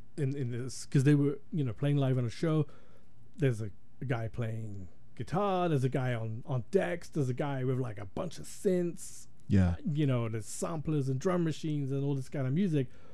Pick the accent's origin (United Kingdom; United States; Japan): United Kingdom; England; moved away as an adult; I grew up in England. I left when I was, I think, around 23, 24. To like a mixed race household. So my mom is Sri Lankan, my dad's British